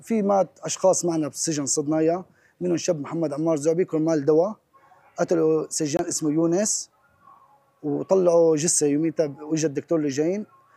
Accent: Syria; طلعنا ورجينا على مخيمنا وعلى بيوتنا وعلى سوريا، هي أمنا، نحن فلسطينيين سوريين واحد

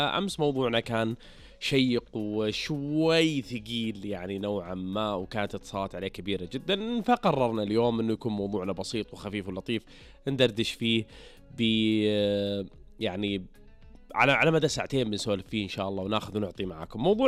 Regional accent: Saudi Arabia

